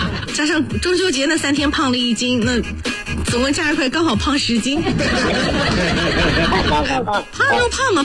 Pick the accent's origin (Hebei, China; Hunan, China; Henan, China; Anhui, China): Anhui, China; Hefei; 一听就知道是我们合肥人嘛。